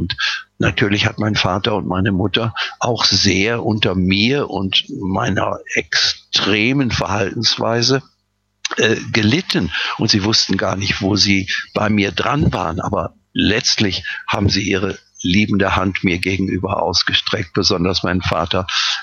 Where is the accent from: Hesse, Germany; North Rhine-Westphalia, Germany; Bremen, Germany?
North Rhine-Westphalia, Germany; Rheine; besuchte kranke Soldaten bei uns in Norddeutschland, in Rheine, in einem Krankenhaus fast täglich.